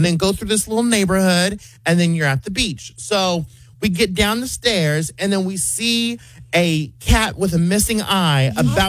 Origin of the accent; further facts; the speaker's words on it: Dallas, Texas, United States; But I was like, I'm from Oak Cliff, okay? Like, I could survive Oak Cliff.